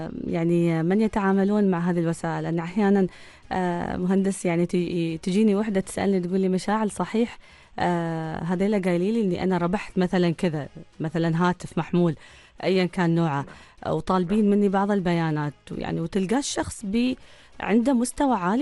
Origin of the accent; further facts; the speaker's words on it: Oman; إحنا كمجتمع عماني دائما تلقى كذا محافظ ولله الحمد خجول